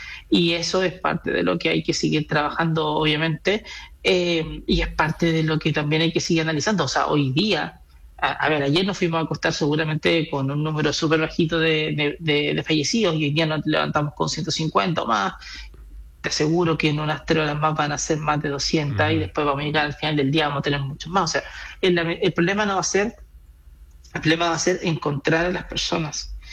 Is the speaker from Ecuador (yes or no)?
no; Chile; somos chilenos